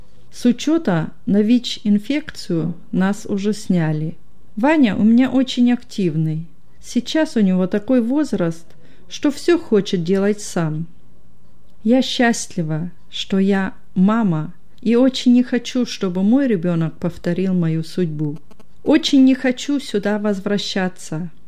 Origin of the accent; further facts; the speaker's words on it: Selydove, Donetsk Oblast, Ukraine; Родом я из Донецкой области, из городка Селидово. Помню лихие 90-е годы, когда на Украине был беспредел.